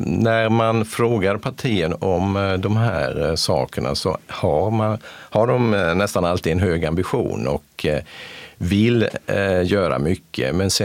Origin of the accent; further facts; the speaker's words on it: Sweden; det här är den viktigaste försäkringen som vi svenskar har.